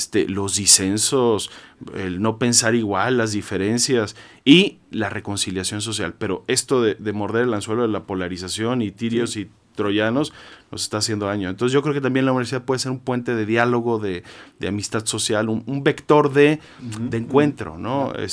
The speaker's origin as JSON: {"language": "Spanish", "country": "Mexico"}